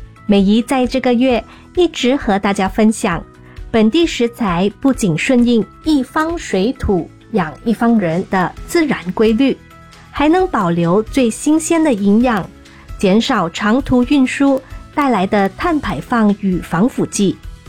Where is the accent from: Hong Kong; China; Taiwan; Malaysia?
Malaysia; 我们大马人